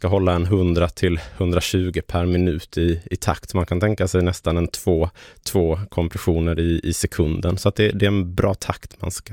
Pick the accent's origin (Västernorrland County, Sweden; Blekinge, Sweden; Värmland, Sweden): Blekinge, Sweden; Sölvesborg; Jag blev inbjuden till en festival hemma i Sölvesborg för någon vecka sedan